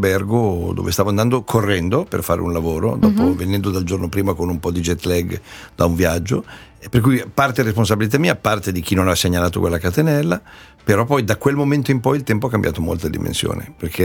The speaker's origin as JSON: {"language": "Italian", "town": "Milan", "region": "Lombardy", "country": "Italy"}